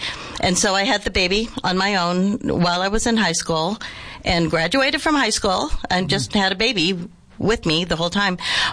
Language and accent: English; Guam; now in Yuma, United States; growing up is idyllic on Guam.